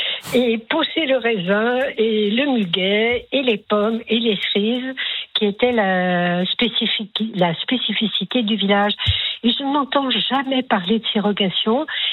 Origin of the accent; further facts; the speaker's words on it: Collonges-au-Mont-d'Or, Auvergne-Rhône-Alpes, France; autrefois, quand j'étais enfant, j'habitais Collonges au Mont-d'Or, une ville connue pour le chef Paul Bocuse.